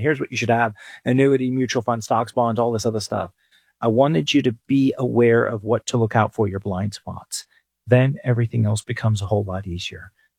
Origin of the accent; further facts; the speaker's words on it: England, United Kingdom; Growing up in England, I studied English history.